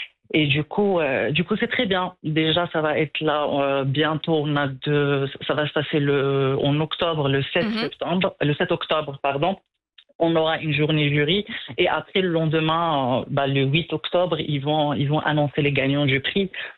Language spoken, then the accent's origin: French; Morocco; Mais en tant que Marocain, moi, c'est vraiment ce qui m'intéresse